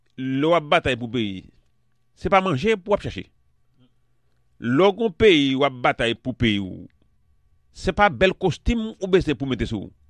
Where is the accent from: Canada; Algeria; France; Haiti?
Haiti; Parallèle à ça, je suis haïtien en général.